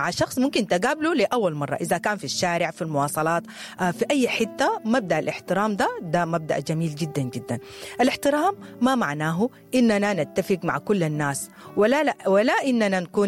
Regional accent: Sudan; فمجتمعنا السوداني من أجمل القيم اللي بنعرف بها يعني إحنا كسودانيين هي احترام الكبير، وإننا كمان ما بننسى الصغير وبنحترم الأصحاب وبنكرم الضيف

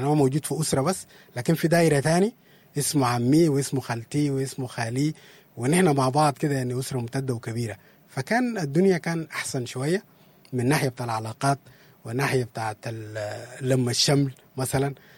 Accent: Sudan; ذكرياتنا احنا كسودانيين

